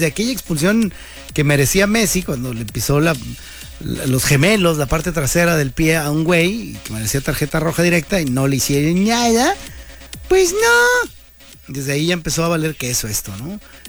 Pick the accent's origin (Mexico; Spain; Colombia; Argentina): Colombia; accent: Colombian; hasta venía yo aquí con mi acentito colombiano, ¿no?